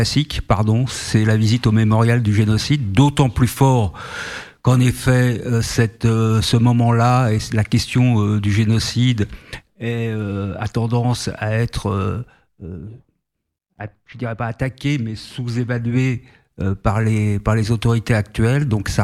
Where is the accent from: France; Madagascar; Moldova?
France; c'est la globalité, parce qu'on est français